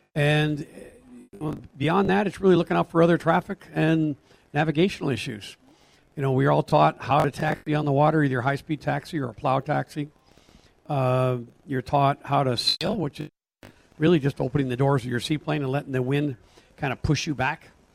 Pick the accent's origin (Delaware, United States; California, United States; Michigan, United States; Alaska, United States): Michigan, United States; Just north of Grand Rapids, Michigan.